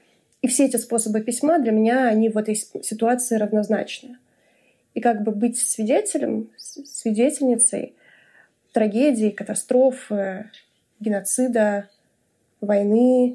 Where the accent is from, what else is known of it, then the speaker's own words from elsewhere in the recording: Omsk, Omsk Oblast, Russia; moved away as an adult; also born or lived in Moscow; now in Spain; Из России, ну да, я из России. Я из Омска или из Москвы. Жила я всю жизнь в Омске, потом жила в Москве. И уже из Москвы уехала в Грузию.